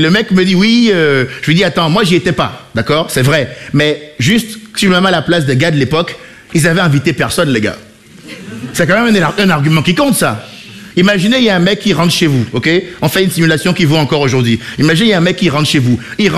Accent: Benin; born or raised there

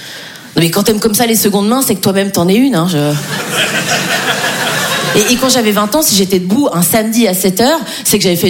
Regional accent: Switzerland; c'est un effort énorme de dire 90, parce que je suis suisse. Donc en vrai, je dis 90.

